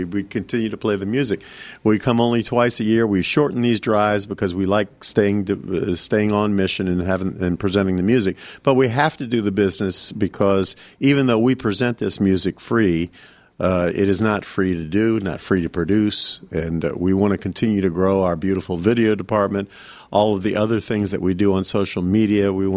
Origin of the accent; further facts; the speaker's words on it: New Orleans, Louisiana, United States; You know, New Orleans has its warts like many places, but there are some things that are unique to New Orleans, and OZ is one of the things we're very proud of, and it keeps us loving our hometown.